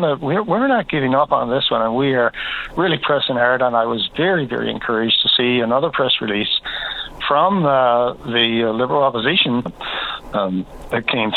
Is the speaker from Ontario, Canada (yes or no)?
no; Newfoundland and Labrador, Canada; I'm personally from the South Coast region here in North Harbour.